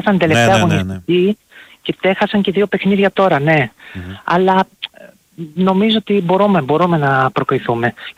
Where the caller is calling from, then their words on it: Mytilene, North Aegean, Greece; από την Μυτιλίνη.